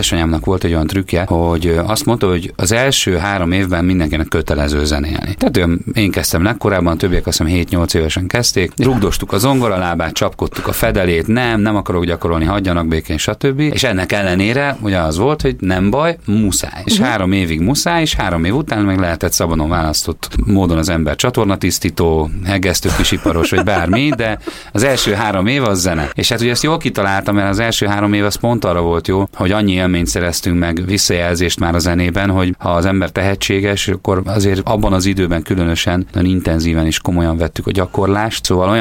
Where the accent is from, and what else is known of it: Biatorbágy, Pest, Hungary; born or raised there